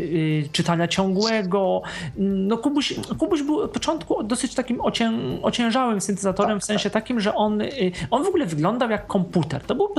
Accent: Poznań, Greater Poland Voivodeship, Poland; jestem z Poznania

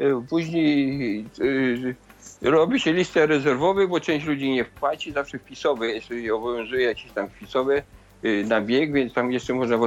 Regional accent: Lublin Voivodeship, Poland; moved away; Jest taki bieg w moich rodzinnych stronach, w Poznaniu, w Zamościu.

